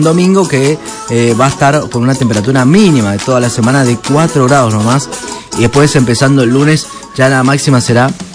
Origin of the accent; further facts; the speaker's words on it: Argentina; nosotros lo queremos disfrutar como argentinos